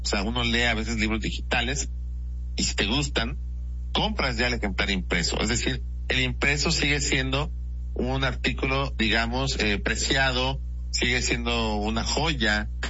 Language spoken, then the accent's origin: Spanish; Mexico; al menos como mexicano, en España